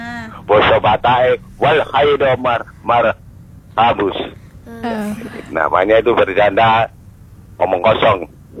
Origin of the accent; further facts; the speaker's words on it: Surabaya, East Java, Indonesia; born there; Surabaya asli. Surabaya ndire aku. Yen lahir nang Surabaya aku.